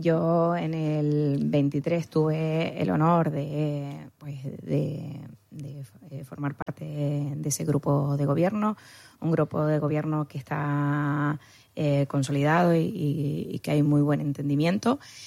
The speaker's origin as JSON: {"language": "Spanish", "region": "Canary Islands", "country": "Spain", "said": "los problemas que tenemos cada día nosotros como canarios"}